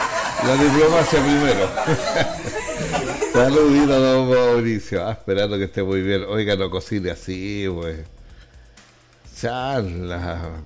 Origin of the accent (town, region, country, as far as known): Chile